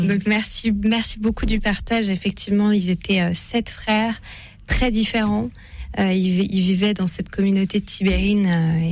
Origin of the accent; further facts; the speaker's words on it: Auvergne-Rhône-Alpes, France; Alors, moi, je viens de Savoie en plus, donc ça nous fait un point commun.